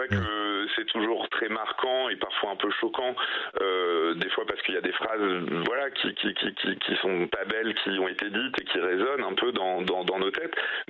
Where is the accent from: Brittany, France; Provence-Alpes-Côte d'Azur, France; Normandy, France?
Normandy, France; now in Paris, France; Et vivant à Paris, parce que j'y vis depuis 10 ans, j'ai quitté la Normandie